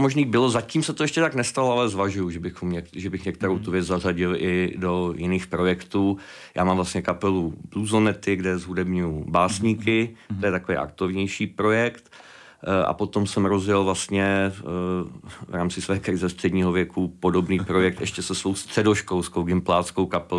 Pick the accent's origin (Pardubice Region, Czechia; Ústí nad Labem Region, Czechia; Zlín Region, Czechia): Pardubice Region, Czechia; Heřmanův Městec; ve východních Čechách, kde máme oba dva vlastně původní rodiště. Já jsem z Chrudimi, vlastně z Hrzmanova městce.